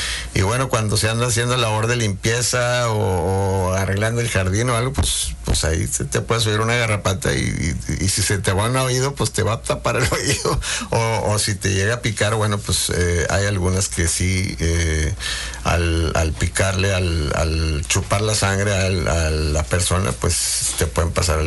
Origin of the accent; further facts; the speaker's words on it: Mexico; los mexicanos cuando queremos brincar a Estados Unidos de manera ilegal